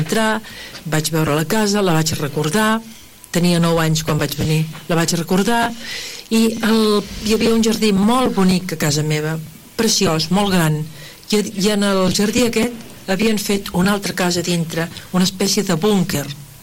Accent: Guantánamo, Cuba; jo, com ja sabeu, vaig néixer a Cuba. El meu pare era un dels sitjatans que tant generaven en aquella època a Cuba. I vaig néixer a Guantánamo i el pare era el responsable d'un ingeni de sucre. I allà doncs vaig passar la primera infantesa

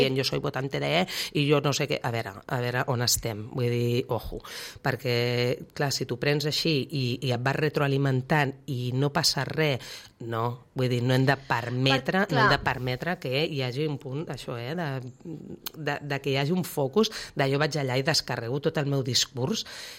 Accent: Sitges, Catalonia, Spain; és el meu poble també

